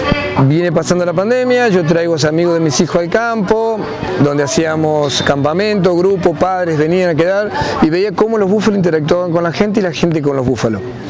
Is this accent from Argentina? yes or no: yes; San Martín La Escoba, Argentina; San Martín, mi pueblo